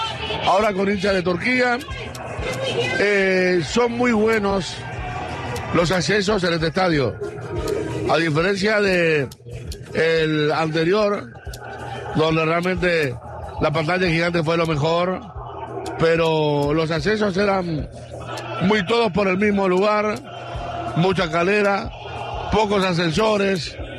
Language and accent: Spanish; Paraguay